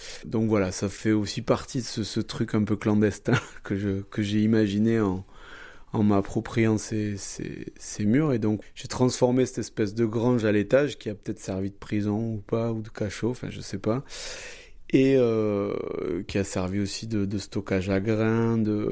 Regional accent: Toulouse, Occitanie, France; moved away as an adult; now in Rabastens, France; Moi, je suis né à Toulouse. J'ai toujours grandi à Toulouse. J'ai vécu à Toulouse.

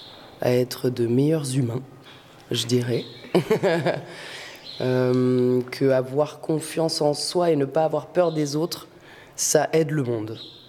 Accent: Paris, Île-de-France, France; moved away as an adult; je suis metteuse en scène et professeure de théâtre. Je suis parisienne, je suis arrivée dans la région il y a 5 ans

